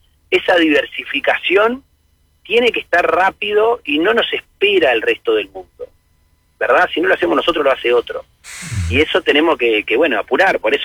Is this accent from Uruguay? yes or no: yes; Uruguay; esos somos los uruguayos.